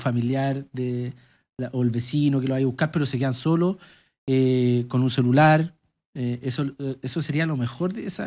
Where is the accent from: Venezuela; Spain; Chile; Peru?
Chile; Colbún, Maule